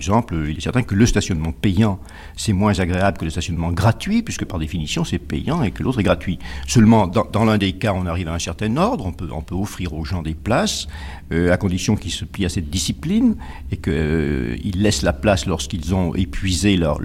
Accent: France; Vous savez, nous sommes français, un peu latins, un peu gaulois

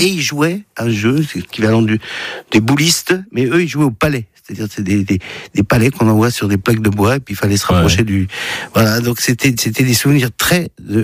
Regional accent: Villiers-sur-Marne, Île-de-France, France; also born or lived in Paris; Je suis né à Paris par accident, en fait. Et j'ai grandi en région parisienne, du côté de Villiers-sur-Marne, du côté des bords de Marne.

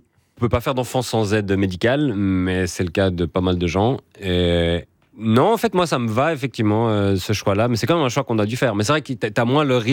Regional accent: Switzerland

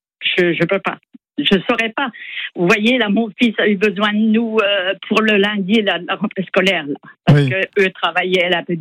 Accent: Grand Est, France; Mais là, moi, je suis des Ardennes. J'ai un petit truc sur Sanary.

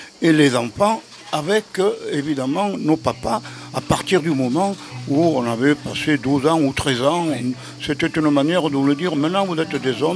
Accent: Provence-Alpes-Côte d'Azur, France; first language Provençal; French is a second language; Le provençal, c'est notre langue maternelle.

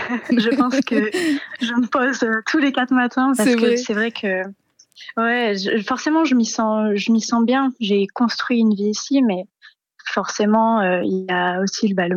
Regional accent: Réunion, France; moved away as an adult; now in Perth, Australia; Du coup, j'ai déménagé à Perth spécifiquement quand j'avais 18 ans.

